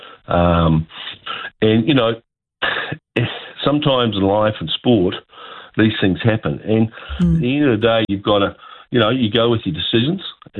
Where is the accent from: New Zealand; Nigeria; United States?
New Zealand; I'm a New Zealander. You know, I played for New Zealand